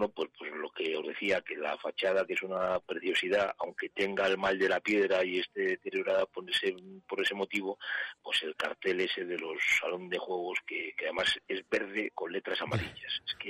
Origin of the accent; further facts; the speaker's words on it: Gómara, Castile and León, Spain; los que somos de Gomara nos llaman los palilleros